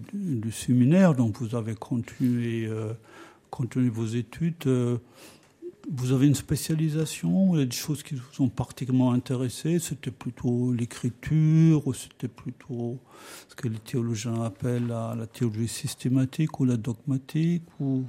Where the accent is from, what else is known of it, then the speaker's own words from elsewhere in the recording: Germany; French is a second language; now in France; moi aussi, je viens de l'étranger. Je suis originaire de l'Allemagne.